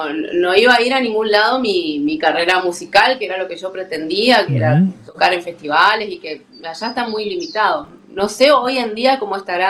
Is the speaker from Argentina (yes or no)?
yes; Neuquén, Argentina; born there; moved away as an adult; now in Formosa, Argentina; soy neuquina, sí, nací en Neuquén Capital hace mucho ya, y hace, a ver, mirá, van a ser 13 años, a fin de año, que me vine a vivir a Formosa, por el amor fue.